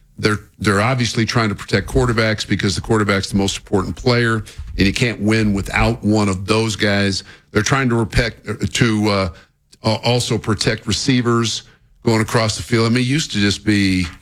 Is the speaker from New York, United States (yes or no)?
no; Denver, Colorado, United States; the Broncos, my hometown team